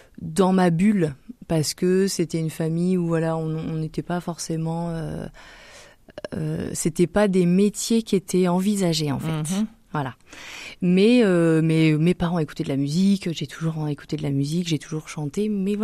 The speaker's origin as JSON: {"language": "French", "town": "Vernon", "region": "Normandy", "country": "France", "tie": "born or raised there", "lives_now": "Bully, France", "said": "je suis originaire de Vernon, dans l'Eure. Je suis née là-bas."}